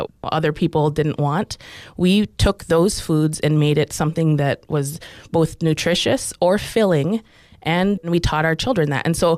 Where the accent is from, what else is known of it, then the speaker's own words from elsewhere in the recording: Kotzebue, Alaska, United States; also born or lived in Selawik, Alaska; So I grew up in Kotzebue and Sisolik